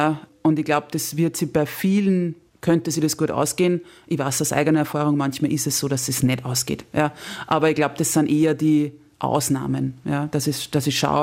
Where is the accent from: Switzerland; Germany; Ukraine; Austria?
Austria; Lower Austria; Oder nicht gescheit gegessen, wie man bei uns in Niederösterreich sagt.